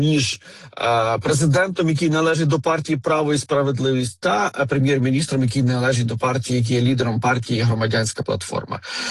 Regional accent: Poland; ми поляки

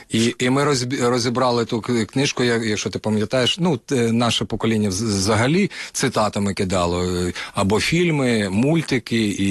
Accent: Kyiv, Ukraine; born there; Тут поруч Воздвиженка нині зветься.

